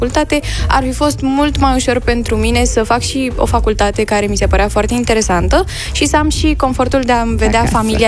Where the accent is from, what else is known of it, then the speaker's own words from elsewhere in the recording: Bucharest, Romania; și sunt din București